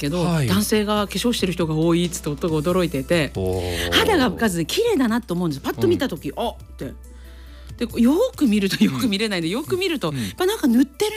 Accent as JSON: {"language": "Japanese", "region": "Hokuriku", "country": "Japan", "tie": "born or raised there", "said": "北陸生まれ北陸育ちですから、"}